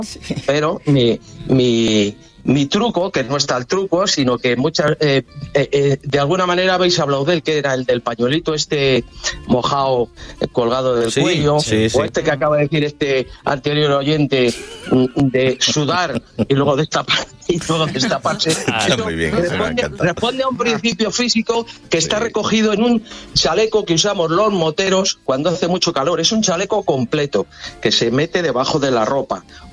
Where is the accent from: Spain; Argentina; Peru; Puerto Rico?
Spain; Daimiel, Castilla-La Mancha; Porque yo soy de Daimiel, provincia de Ciudad Real, que es famoso por sus grandes montañas y sus playas tan extensas que corre mucho fresquito.